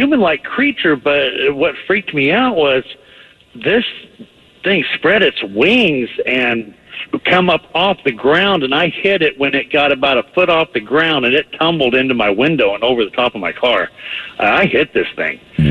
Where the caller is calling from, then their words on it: Oregon, United States; I live in Oregon